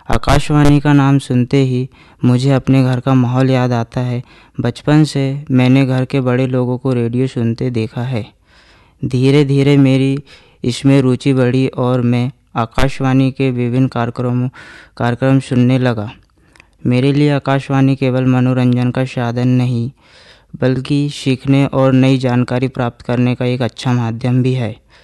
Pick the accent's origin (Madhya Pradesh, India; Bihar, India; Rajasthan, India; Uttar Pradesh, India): Madhya Pradesh, India; Chhindwara; मैं मध्य प्रदेश के छिंदवाड़े ज़िले का निवासी हूं और गवर्नमेंट ग्रीन आईटीआई का छात्र हूं।